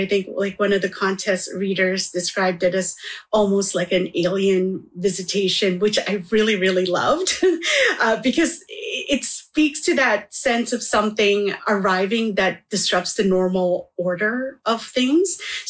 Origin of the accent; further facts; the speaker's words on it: Manitoba, Canada; And so growing up in Manitoba, those landscapes became ver